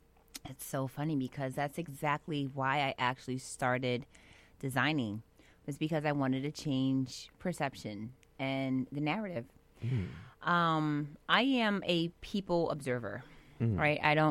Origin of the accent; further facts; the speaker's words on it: New York City, New York, United States; I'm a Harlem native.